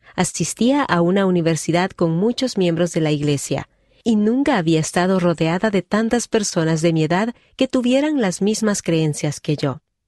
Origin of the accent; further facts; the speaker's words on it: Taiwan; En mi ciudad natal de Taiwán, los miembros de la iglesia siempre parecían tomarse el Evangelio en serio.